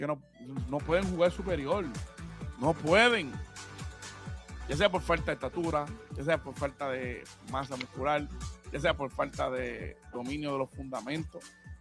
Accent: Cabo Rojo, Puerto Rico; Cabo Verde, yo soy de Cabo Rojo. Cabo Verde, ¿dónde queda?

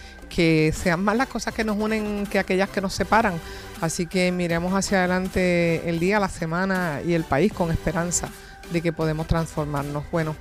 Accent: Puerto Rico; nosotros como puertorriqueños

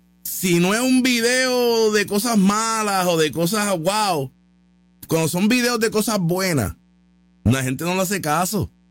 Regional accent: Puerto Rico; yo como puertorriqueño

